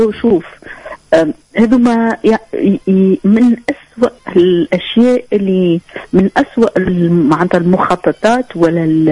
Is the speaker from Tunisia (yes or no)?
yes; Tunisia; حتى أنا تونسي تونسي.